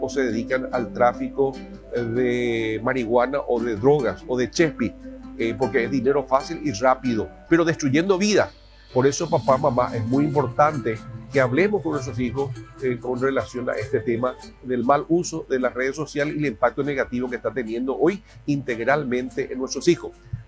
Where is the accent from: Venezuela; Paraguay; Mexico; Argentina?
Paraguay; nosotros como paraguayos